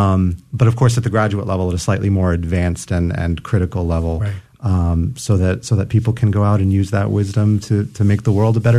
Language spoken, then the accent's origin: English; San Antonio, Texas, United States; I'm born and raised in San Antonio, Mexican-American Catholic, right? I'm part of the life of the church in San Antonio.